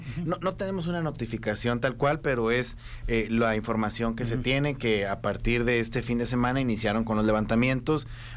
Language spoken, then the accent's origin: Spanish; Hermosillo, Sonora, Mexico; yo soy de Hermosillo, yo vivo en Hermosillo